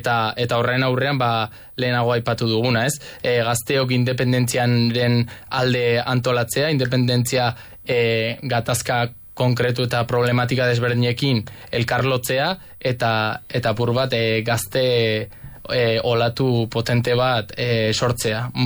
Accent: Navarre, Spain

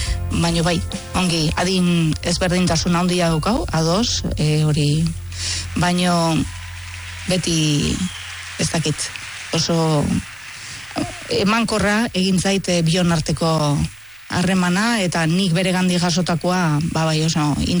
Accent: Hernani, Basque Country, Spain; born there

